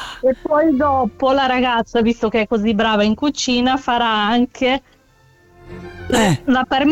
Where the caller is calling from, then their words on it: Morbio, Ticino, Switzerland; sono di Morbio